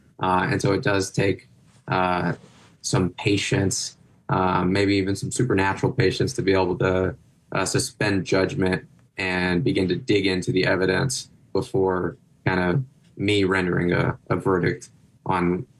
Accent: Phoenix, Arizona, United States; the environment I grew up in South Phoenix

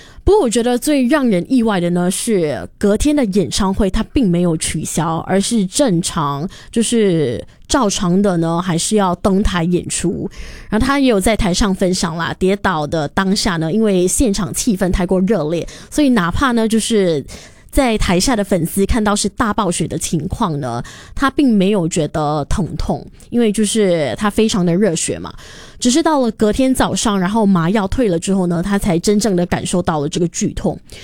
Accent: Singapore; 小时候经常我是在东部长大的啦

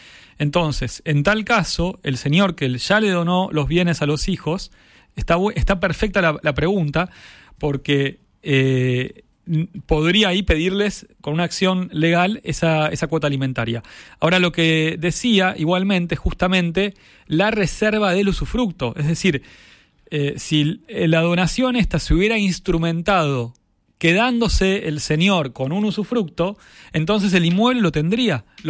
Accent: Buenos Aires, Argentina; Iba a decir un pueblo en mi porque soy tan porteño, pero es una ciudad en la provincia de Buenos Aires.

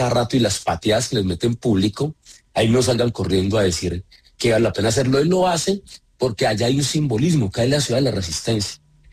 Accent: Sevilla, Valle del Cauca, Colombia; born there; also born or lived in Cali; donde yo nací en Sevilla y viví hace 43 años en el distrito de Agua Blanca en Santiago de Cali.

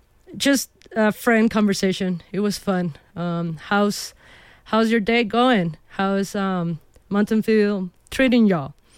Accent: Tijuana, Baja California, Mexico; I'm from Mexico. I'm from Tijuana. And I just like to play the sounds and music that I grew up listening in the streets over there.

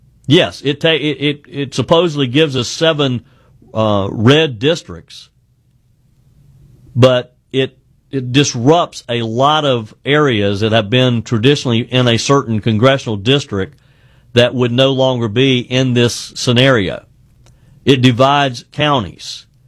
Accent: South Carolina, United States; Now, my home state, the Palmetto State, we have 7 congressional districts.

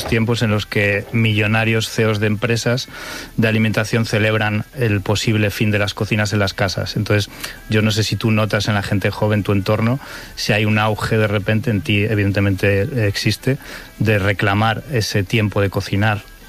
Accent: Community of Madrid, Spain; Y en mi pueblo, en la Sierra de Madrid, hacen una caldereta una vez al año

